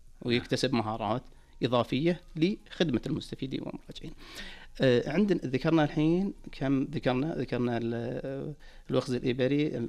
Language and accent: Arabic; Saudi Arabia; عندنا في المملكة العربية السعودية